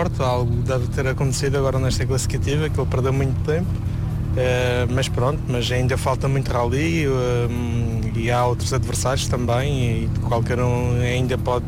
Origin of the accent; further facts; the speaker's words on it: Norte, Portugal; uma zona que eu frequento mais e, é, no fundo, é aquilo que eu considero a minha terra